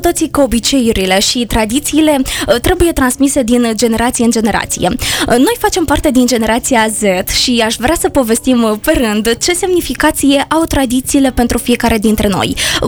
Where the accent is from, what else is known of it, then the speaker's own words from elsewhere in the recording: Moldova; ne-am pierdut identitatea, ne-am pierdut cultura, ceea ce de fapt ne definește ca moldoveni.